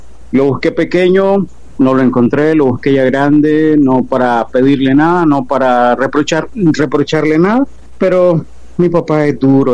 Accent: Managua, Nicaragua; soy de Nicaragua, exactamente de la capital, Managua.

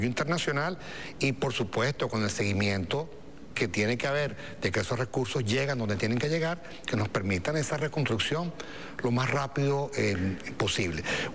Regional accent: Venezuela; así somos los venezolanos

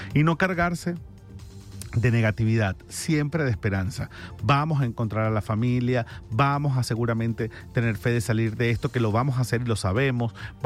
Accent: Maracaibo, Zulia, Venezuela; Yo soy maracucho y en Maracaibo, en condiciones normales, casa donde usted llega, lugar donde usted llega, quieren ponerlo a comer, a tomarse un jugo, a no sé qué, porque en Maracaibo todos somos así.

